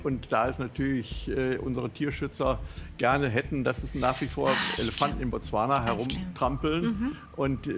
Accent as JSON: {"language": "German", "town": "Erfurt", "region": "Thuringia", "country": "Germany", "tie": "born or raised there", "said": "ich bin eine Buffbohne. Also alle Thüringer wissen, was eine Buffbohne ist, nämlich ein gebürtiger Erfurter."}